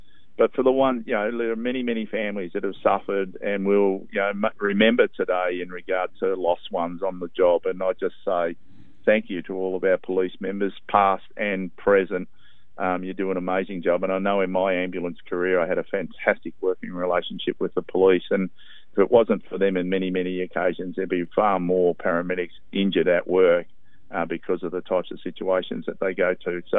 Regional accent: Melbourne, Victoria, Australia; I was brought up in Braybrook, and it was the greatest upbringing that we could have in a working class family in a housing commission house with six kids in the family

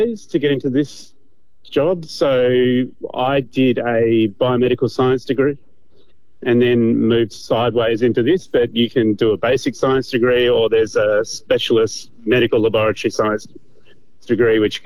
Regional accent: Adelaide, South Australia, Australia; moved away; I'm originally from Adelaide

